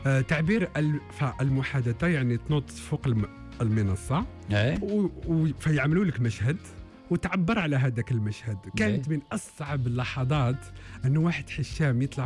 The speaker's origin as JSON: {"language": "Arabic", "town": "Algiers", "region": "Algiers Province", "country": "Algeria", "tie": "born or raised there", "said": "انا مولود في الجزائر العاصمة فوالا في الجي."}